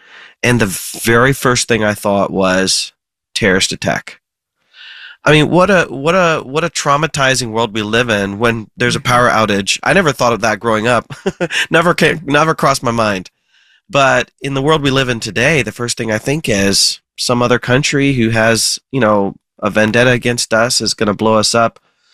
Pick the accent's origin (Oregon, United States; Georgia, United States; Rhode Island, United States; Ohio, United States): Ohio, United States; I grew up in Ohio. I love the environment I grew up in. I loved my neighborhood, my church.